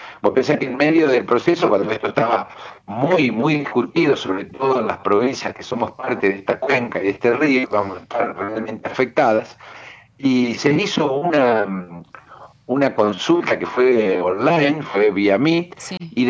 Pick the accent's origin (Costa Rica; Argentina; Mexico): Argentina; no 50, que somos los argentinos, en un país enorme, lleno de bienes naturales.